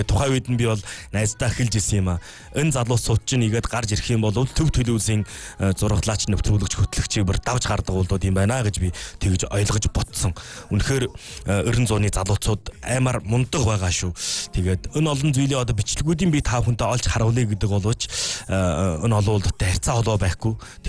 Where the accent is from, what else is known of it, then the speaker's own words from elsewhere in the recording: Hulunbuir, Inner Mongolia, China; Хүлэн байр нутгийн маань өнгө зөмж гэж үнэхээр сайхан.